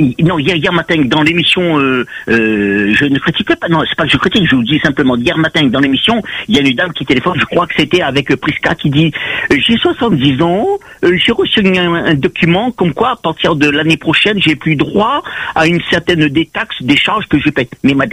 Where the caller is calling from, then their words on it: Réunion; moi je vis à La Réunion, je vis en France, je vis à La Réunion